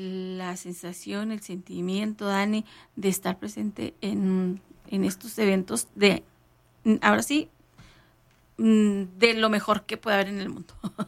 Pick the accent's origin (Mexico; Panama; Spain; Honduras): Mexico; como buen mexicano, pues todos andamos a última hora haciendo ese trámite